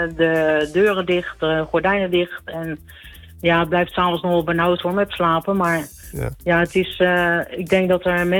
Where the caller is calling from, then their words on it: Voorschoten, South Holland, Netherlands; Uit Voorschoten.